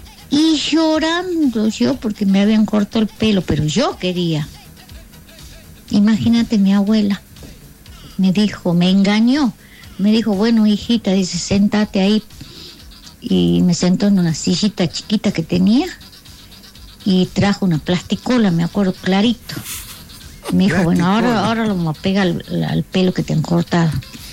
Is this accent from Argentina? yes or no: yes; Campo Santo, Salta, Argentina; en diagonal a mi casa, en Camposanto, había una peluquera y un peluquero.